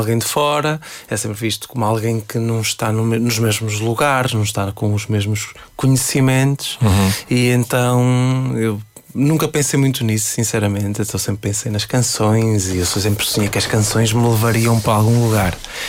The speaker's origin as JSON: {"language": "Portuguese", "town": "Fafe", "region": "Norte", "country": "Portugal", "tie": "born or raised there", "moved": "as an adult", "lives_now": "Lisbon, Portugal", "said": "Se eu sou daqui, nasci aqui, esta é a minha terra"}